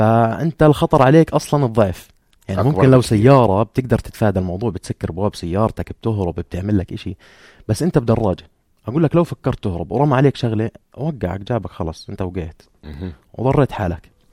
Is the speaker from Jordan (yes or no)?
yes; Jordan; مجتمعنا الاردني مجتمع فزعات